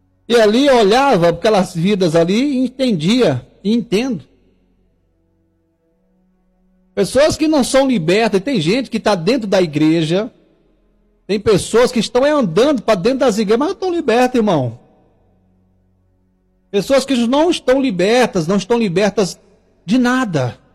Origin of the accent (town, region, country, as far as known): Tocantins, Brazil